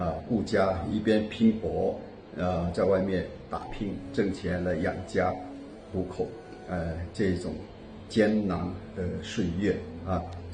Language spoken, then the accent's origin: Chinese; Guangdong, China; 我是土生土长的潮汕侨乡的人，对于给阿妈的情书啊，里面所描写的细节故事。